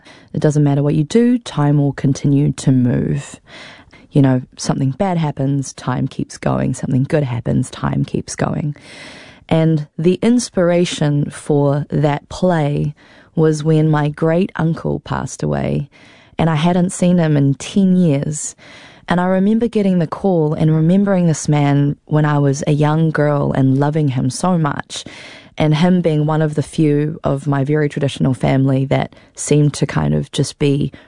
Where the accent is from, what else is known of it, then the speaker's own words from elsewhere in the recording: Auckland, New Zealand; When I was growing up in Tamaki Makaurau, I grew up with a lot of internalized racism, and I was really ashamed of who I was in terms of my Asian heritage, my Taiwanese heritage.